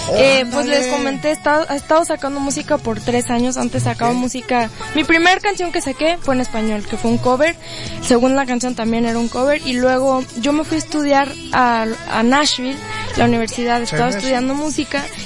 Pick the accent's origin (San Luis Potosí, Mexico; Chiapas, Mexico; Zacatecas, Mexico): Zacatecas, Mexico; born there; De Zacatecas. Yo nací en Zacatecas.